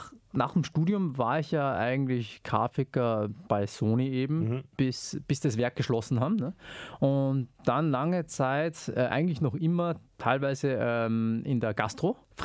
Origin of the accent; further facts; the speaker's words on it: Salzburg, Austria; born there; habe ich keine österreichischen Wurzeln, wobei ich in Österreich geboren worden bin.